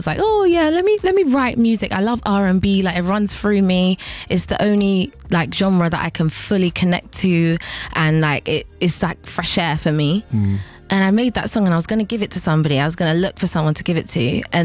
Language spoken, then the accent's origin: English; London, United Kingdom; also born or lived in Chiswick; now in South London, United Kingdom; I'm from I was raised in Kilburn.